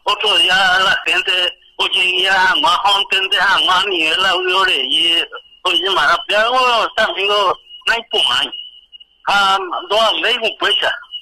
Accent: Paraguay; Yo soy paraguayo a su

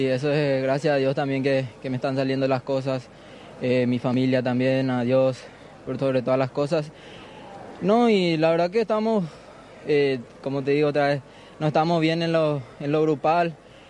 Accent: Caacupé, Cordillera, Paraguay; Sí, sí, Cacupé.

